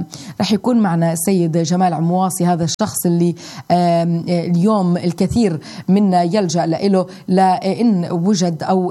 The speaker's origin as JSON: {"language": "Arabic", "country": "Palestine", "said": "عندنا في فلسطين"}